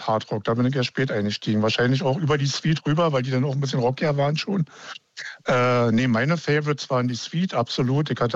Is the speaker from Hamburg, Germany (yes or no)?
no; Berlin, Germany; Ich bin aus Berlin und bin dann mit der ganzen Sache groß geworden.